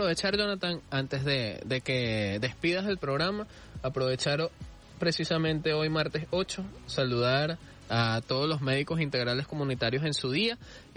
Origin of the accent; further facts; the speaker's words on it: Caracas, Capital District, Venezuela; yo como todo caraqueño